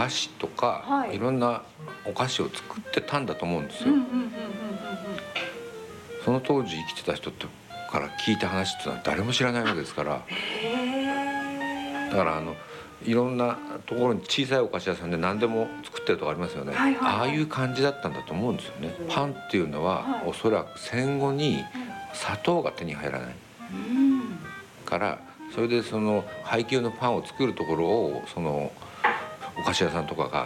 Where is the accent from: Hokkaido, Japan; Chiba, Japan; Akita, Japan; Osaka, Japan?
Akita, Japan; 秋田なんですけど。